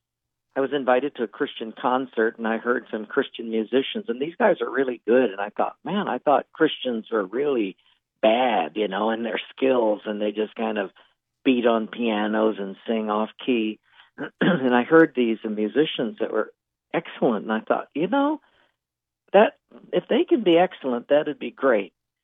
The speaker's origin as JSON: {"language": "English", "town": "Palolo", "region": "Hawaii", "country": "United States", "tie": "born or raised there", "also_born_or_lived": "Japan", "said": "And it was a great time of memories of playing in the Palolo"}